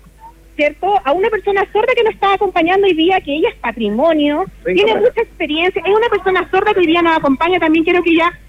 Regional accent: Santiago, Santiago Metropolitan Region, Chile; Yo soy de Santiago, soy una persona sorda

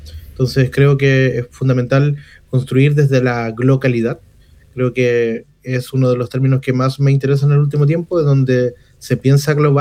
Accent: La Unión, Los Ríos, Chile; Futrono, Lago Ranco, Río Bueno y La Unión, que es la capital provincial de este espacio. Es mi lugar en donde yo nací, donde obviamente me formé como ciudadano, como persona

